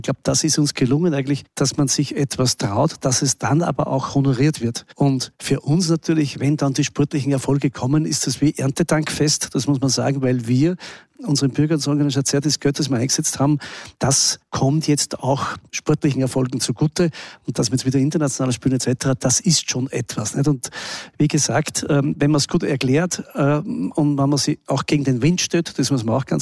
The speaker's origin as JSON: {"language": "German", "region": "Upper Austria", "country": "Austria", "said": "wir freuen uns als Oberösterreicher mit."}